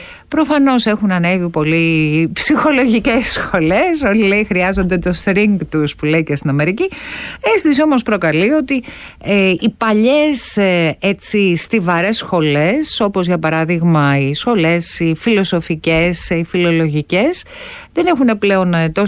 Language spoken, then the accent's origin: Greek; Serres, Central Macedonia, Greece; σχεδόν συντοπίτη, γιατί εγώ είμαι από τα Σέρα